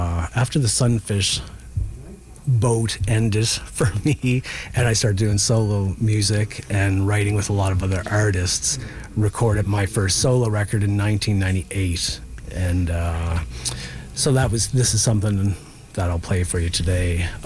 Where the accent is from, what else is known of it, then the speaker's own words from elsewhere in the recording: Sydney, Nova Scotia, Canada; I grew up in Ashby. Like, I grew up 2 kilometers from the Tar Pond